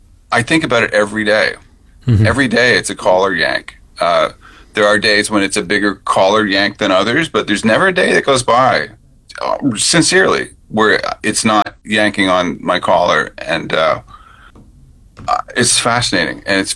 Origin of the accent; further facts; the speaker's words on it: Ontario, Canada; I was in Winterton a lot as a kid in the summers, even though I grew up in Ontario, but my mom is from Newfoundland. She was born in Bonavista.